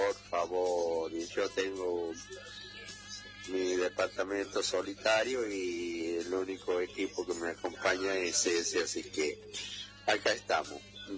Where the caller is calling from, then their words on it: San Miguel de Tucumán, Tucumán, Argentina; de Tucumán, de San Miguel de Tucumán, capital.